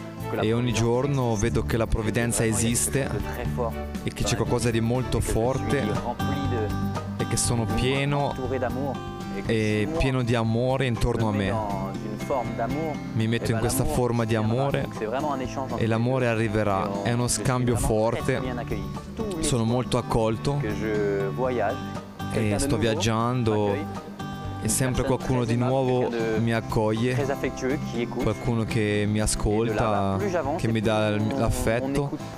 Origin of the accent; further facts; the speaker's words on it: Bourges, Centre-Val de Loire, France; Italian is a second language; Vengo dalla Francia, del centro della Francia, di Bourges, questa città che si chiama Bourges